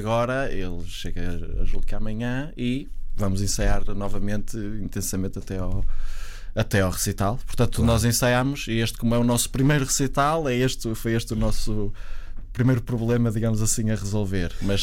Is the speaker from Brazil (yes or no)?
no; Vizela, Norte, Portugal; also born or lived in Guimarães; Bem, eu sou de Vizela. Muito simplesmente, sou de Vizela, não há muito mais a dizer. Cresci lá, tive a minha primeira educação musical lá.